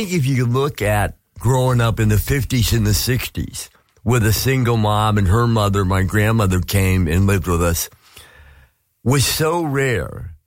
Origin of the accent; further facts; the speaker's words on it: San Francisco, California, United States; I grew up in San Francisco and I was raised by a single mom.